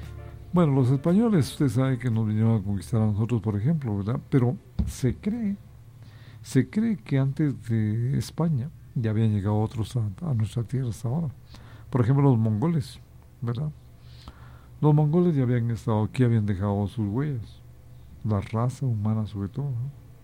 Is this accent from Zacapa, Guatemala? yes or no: no; San Marcos, Guatemala; nosotros, los tejutlecos, los de Comitancillo, los de San Lorenzo, los de San Marcos, los de Guatemala, nosotros tenemos la mancha mongólica.